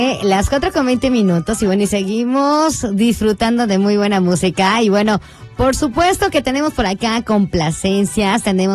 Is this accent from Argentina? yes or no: no; Mexico; soy medio mexicana, soy una mexicana chafa